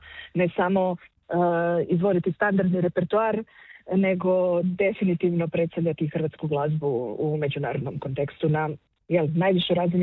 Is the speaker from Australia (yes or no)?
no; Croatia; moved away as an adult; ja sam otišla iz Hrvatske prije 16 godina u nekako potrazi za daljnjim usavršavanjem